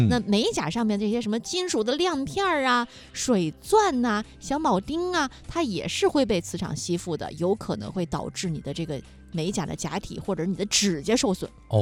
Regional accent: China; 这个我们中国人人均会武术

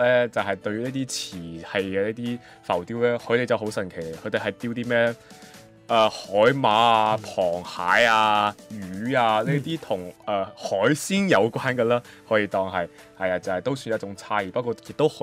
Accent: Macau; 我身為一個澳門人，我喺澳門生活咗十八年，我都係親眼所見嘅

